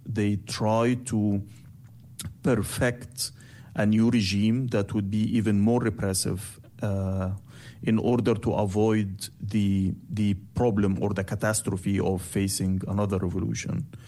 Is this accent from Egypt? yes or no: yes; Cairo, Cairo Governorate, Egypt; moved away as an adult; now in Berlin, Germany; I was born in Cairo, raised in Cairo, lived most of my life in Cairo till I had to leave it in 2015